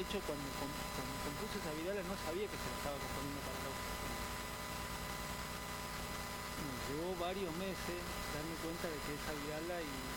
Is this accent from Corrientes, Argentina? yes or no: no; Tucumán, Argentina; yo soy de Tucumán